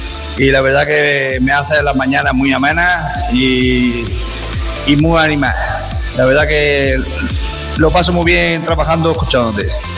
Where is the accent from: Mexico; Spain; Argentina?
Spain; Bailén, Andalusia; now in Jaén, Spain; Buenos días, Platero … de Bailén, te estoy escuchando desde Jaén, Capital.